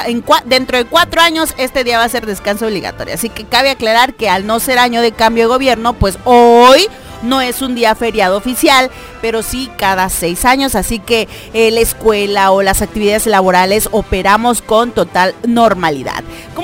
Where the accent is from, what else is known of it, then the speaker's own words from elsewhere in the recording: Tuxtla Gutiérrez, Chiapas, Mexico; Aquí como mexicano, como tuxleco, como chiapaneco